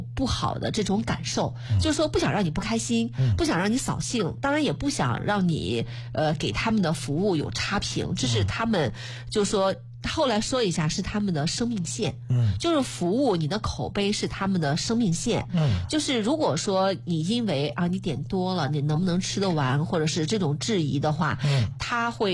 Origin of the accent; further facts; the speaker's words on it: China; 我觉得还是要保持我们中国人的这种素养